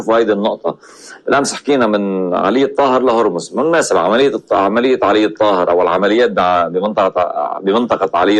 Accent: Lebanon; كلبنانيين وكشعب لبناني

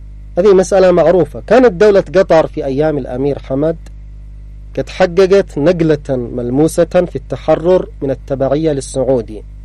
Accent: Yemen; عندنا في اليمن

